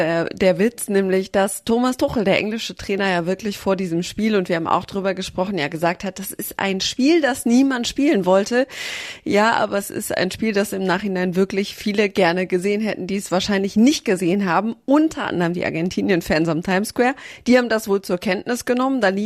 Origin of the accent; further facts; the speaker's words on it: Germany; wo kommst du denn her? Und dann habe ich gesagt, Deutschland.